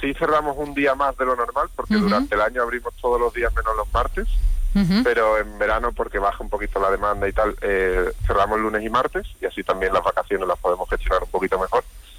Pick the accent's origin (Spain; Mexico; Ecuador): Spain; Mairena del Aljarafe, Andalusia; moved away as an adult; also born or lived in Latin America; yo soy de Mairena de toda la vida, pero bueno, hace muchos años me fui a Latinoamérica